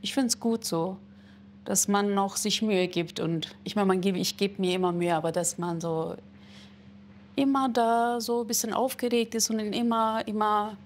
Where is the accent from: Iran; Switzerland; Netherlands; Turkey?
Turkey; Vor allem die Frauen aus der Region, wo ich herkomme. Wir sind sehr fleißig und wir sind auch sehr stark.